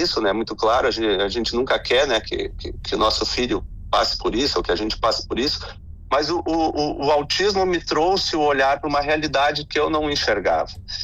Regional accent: Rio Grande do Sul, Brazil; como bom italiano da serra

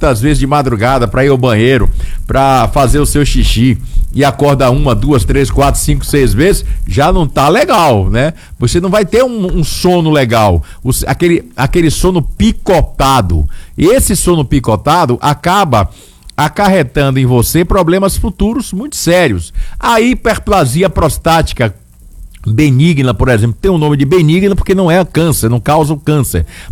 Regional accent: Camaçari, Bahia, Brazil; eu fui criado em Camaçari, né? Com cara de interior, morava numa casa verdade. Que tinha quintal

